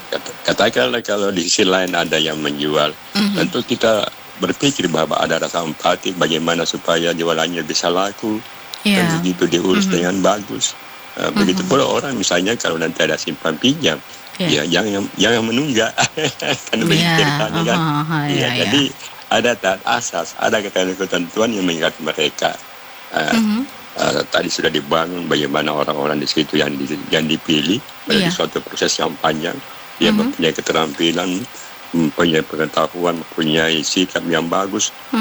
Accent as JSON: {"language": "Indonesian", "region": "South Sulawesi", "country": "Indonesia", "said": "apakah betul dia menyewai merah putih atau nilai-nilai yang dian oleh kita sebagai orang Bugis Makassar."}